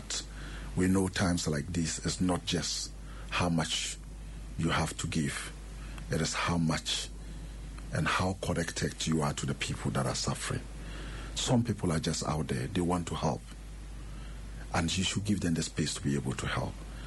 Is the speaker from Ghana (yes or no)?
yes; Ghana